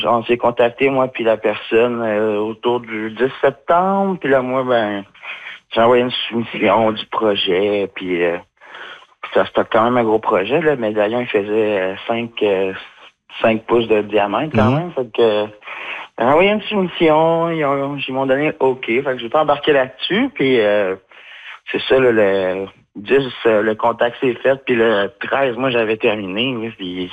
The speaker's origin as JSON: {"language": "French", "town": "Quebec City", "region": "Quebec", "country": "Canada", "tie": "born or raised there", "said": "moi, j'ai grandi à Québec, puis clairement, si je viens de Pessamite, moi, j'ai grandi à Québec, on y va une fois de temps en temps, mais tu sais, j'ai jamais grandi, jamais resté là-bas."}